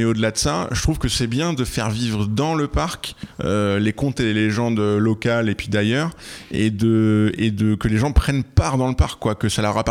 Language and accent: French; Brittany, France; moved away; Moi, j'ai grandi avec ça en Bretagne. Alors, j'ai pas la chance d'être né dans le Gers, mais j'ai grandi avec ça en Bretagne.